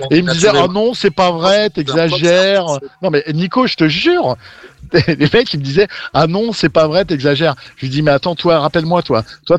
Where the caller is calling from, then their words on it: Fontainebleau, Île-de-France, France; Non, moi, je suis à Fontainebleau.